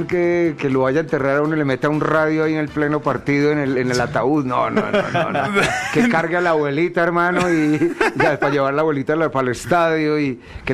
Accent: Colombia; Momentos muy importantes del país, coyunturales, que hablan de nosotros como colombianos, como lo que somos.

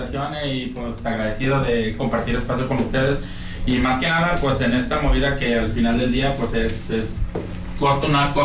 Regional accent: Puerto Vallarta, Jalisco, Mexico; Yo crecí en La Aurora.

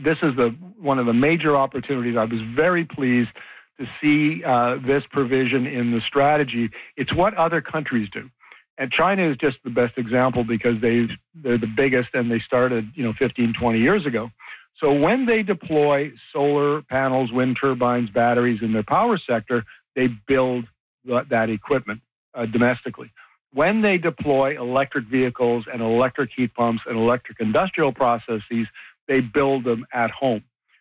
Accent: Gillam, Manitoba, Canada; moved away; as a former Manitoba boy, I grew up in Gillam

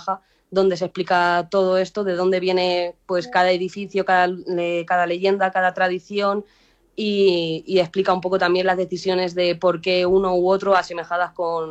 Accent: Mota del Cuervo, Castilla-La Mancha, Spain; yo decía que era de Mota del Cuervo y la gente lo conocía. Entonces yo decía, pero ¿qué tendrá mi pueblo que yo no sé por qué todo el mundo lo conoce?

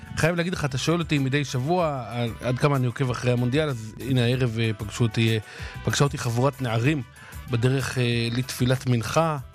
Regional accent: Jerusalem, Jerusalem District, Israel; אני ירושלמי

